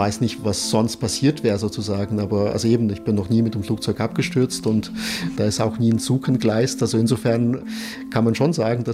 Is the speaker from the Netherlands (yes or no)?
no; Kyiv, Ukraine; now in Germany; Ich bin in Kiew aufgewachsen. Ich war 4, als Tschernobyl in die Luft geflogen ist.